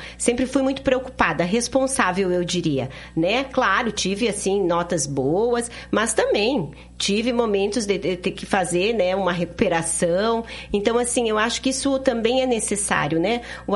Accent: Rio Grande do Sul, Brazil; born or raised there; moved away as an adult; also born or lived in Recife; now in Curitiba, Brazil

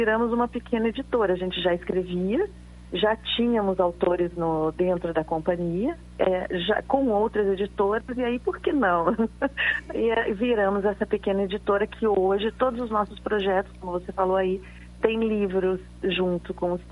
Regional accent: Rio de Janeiro, Brazil; now in Curitiba, Brazil; Eu sou carioca e vivi assistindo o Carequinha ao vivo na época, né, e muitos outros circos. O imaginário do circo, ele é muito vivo na minha infância. Isso começa por aí. Mas depois, anos mais tarde, eu vim para Curitiba

